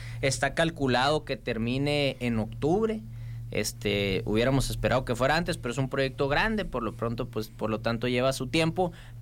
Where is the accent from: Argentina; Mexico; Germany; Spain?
Mexico; Hermosillo, Sonora; Oye, soy de Hermosillo, vivo en Hermosillo.